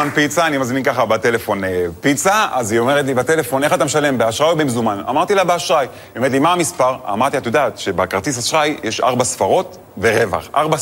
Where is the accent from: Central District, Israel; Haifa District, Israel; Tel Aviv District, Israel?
Central District, Israel; Netanya; born or raised there